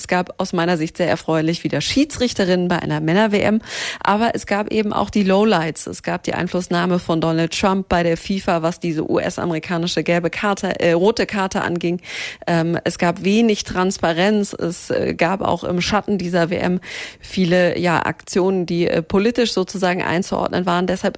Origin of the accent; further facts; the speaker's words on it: Germany; die mich auch gefragt haben, wo kommst du denn her? Habe ich gesagt, aus Deutschland.